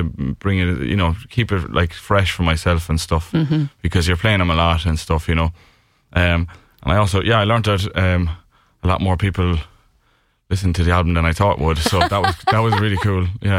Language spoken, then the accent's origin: English; Cork, Munster, Ireland; born there; So yeah, I was born on the Shannon Bridge there over by Pope's Quay.